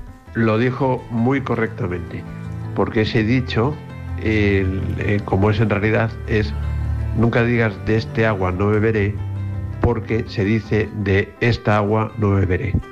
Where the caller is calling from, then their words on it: Madrid, Community of Madrid, Spain; llamo de Madrid.